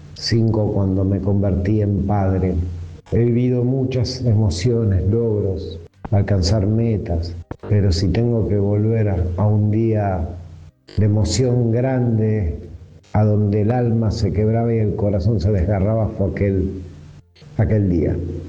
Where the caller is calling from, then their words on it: Caseros, Buenos Aires Province, Argentina; Hola, buenas noches. … de Caseros.